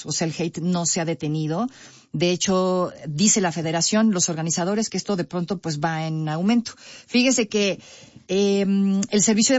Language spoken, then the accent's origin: Spanish; Mexico; estamos representando al país, a nuestro país. Nosotros como mexicanos